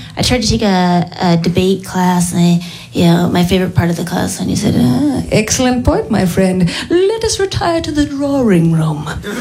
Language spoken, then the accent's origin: English; Midwest, United States; You know, I come from the Midwest